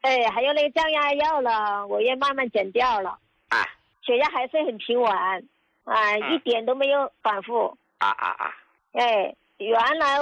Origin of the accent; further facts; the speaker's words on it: Xuzhou, Jiangsu, China; 我呢是来自江苏徐州的。